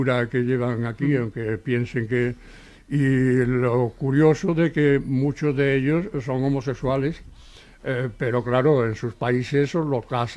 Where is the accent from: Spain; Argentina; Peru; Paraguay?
Spain; Seville, Andalusia; now in Barcelona, Spain; lo mismo que nosotros cuando vinimos de Sevilla.